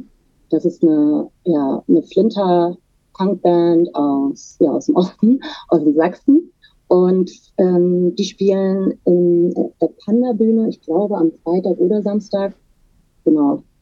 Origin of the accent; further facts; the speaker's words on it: Turkey; ich bin ja selber Türkin und queer